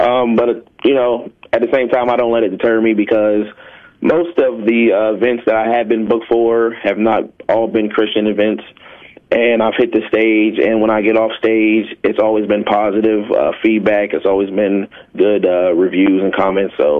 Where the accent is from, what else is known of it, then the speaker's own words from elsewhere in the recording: Clarksburg, West Virginia, United States; Yes, I grew up in Clarksburg, yes.